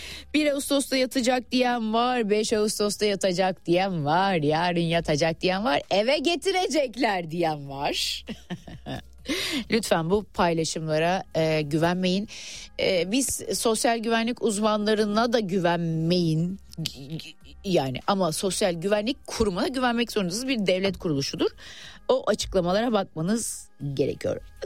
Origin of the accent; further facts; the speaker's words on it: Yeşilköy, Istanbul, Turkey; Ben kendim de, ki hep bunu bahsediyorum, Yeşiköylüyüm.